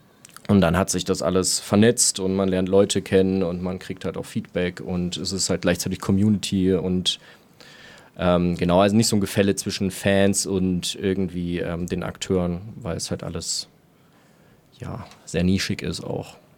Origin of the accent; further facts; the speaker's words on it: Plauen, Saxony, Germany; Vor allem eben halt gerade noch in meiner Heimatstadt in Plauen. Das liegt in Sachsen